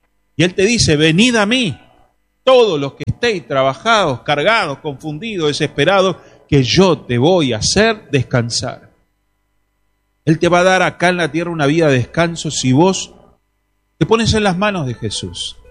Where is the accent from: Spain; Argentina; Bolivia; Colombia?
Argentina; moved away as an adult; also born or lived in Italy; Yo tenía la ciudadanía italiana, soy argentino italiano